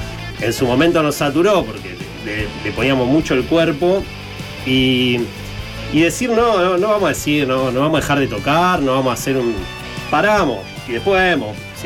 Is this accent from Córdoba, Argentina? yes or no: no; Rosario, Santa Fe, Argentina; also born or lived in Funes; yo soy de Rosario